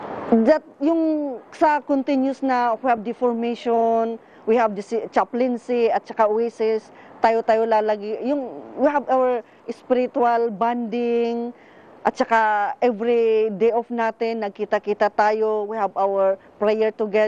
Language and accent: Tagalog; Baguio, Cordillera Administrative Region, Philippines; Sa Baguio po ako, Baguio Benguet.